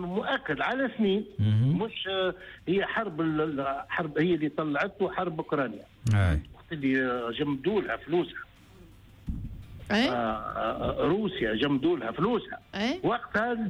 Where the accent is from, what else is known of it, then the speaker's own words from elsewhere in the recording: Tunisia; احنا راهو الذهب عندنا في تونس بالنسبه للخارج معناتها يتسمى متميز